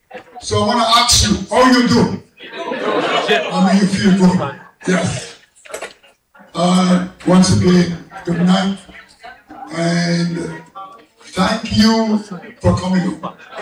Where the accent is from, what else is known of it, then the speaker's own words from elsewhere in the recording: Victoria, Demerara-Mahaica, Guyana; I remember growing up in Victoria Village up in the East Coast.